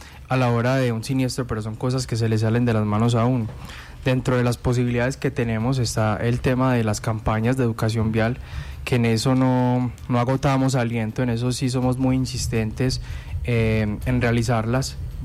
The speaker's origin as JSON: {"language": "Spanish", "town": "Guarne", "region": "Antioquia", "country": "Colombia", "said": "los que somos de Guarne"}